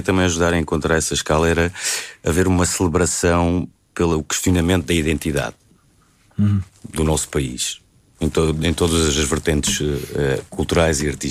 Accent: Portugal; questionem a identidade do nosso país e de nós como portugueses.

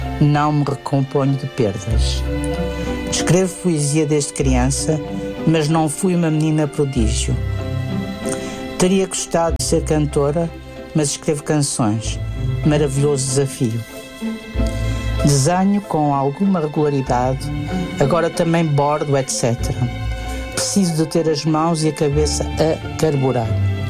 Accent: Porto, Norte, Portugal; Nasci e moro no Porto.

